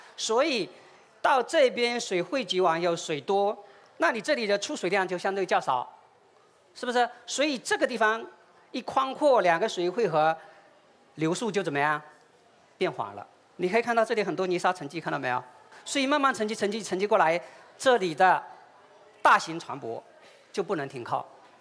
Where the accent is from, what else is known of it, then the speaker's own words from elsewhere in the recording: Fujian, China; 我们福建人